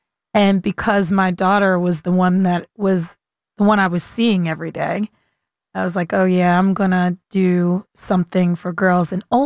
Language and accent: English; Baltimore, Maryland, United States; I grew up in Baltimore.